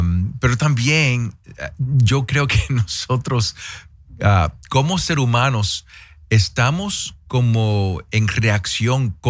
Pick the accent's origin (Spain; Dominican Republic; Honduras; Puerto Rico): Puerto Rico; yo soy puertorriqueño